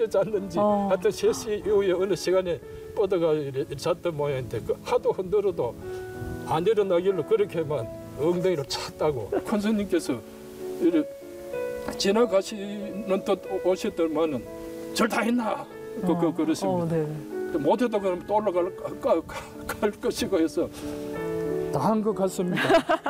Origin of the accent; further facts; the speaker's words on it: Daegu, South Korea; moved away as an adult; 저는 이제 대구 출신인데